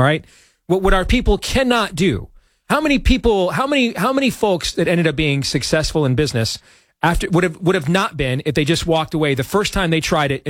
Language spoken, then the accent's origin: English; Iowa, United States; born there